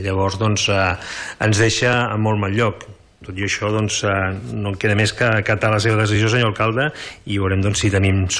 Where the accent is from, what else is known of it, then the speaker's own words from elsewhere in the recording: Lloret de Mar, Catalonia, Spain; tot i que som tots molt de Lloret